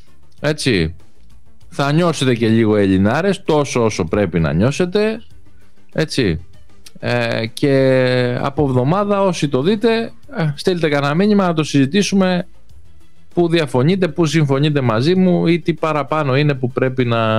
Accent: Corfu, Ionian Islands, Greece; ξεχνάνε βέβαια την πατρίδα μου την Κέρκυρα

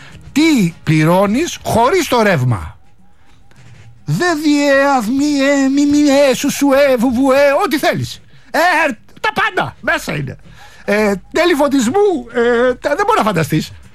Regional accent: Rafina, Attica, Greece; στη πατρίδα μου, στη Ραφίνα

